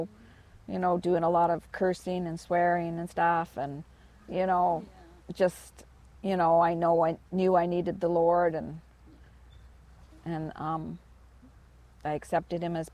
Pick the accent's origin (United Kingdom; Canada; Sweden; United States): Canada; Victoria, British Columbia; Victoria. I'm from Victoria. So I grew up there